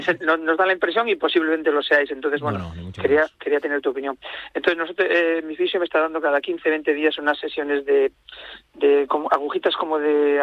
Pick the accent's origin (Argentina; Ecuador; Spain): Spain; Ponferrada, Castile and León; Pero bueno, yo soy de Ponferrada, ¿eh? Pero